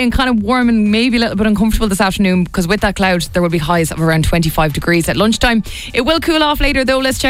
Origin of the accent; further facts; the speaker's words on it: Ireland; sometimes we forget how big … are because we're Irish